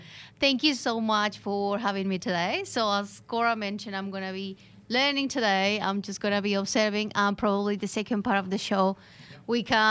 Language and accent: English; Colombia; moved away as an adult; now in Bendigo, Australia; I'm originally from Colombia, but I have been in Australia for about 8 years now. And in Bendigo about a year and a half.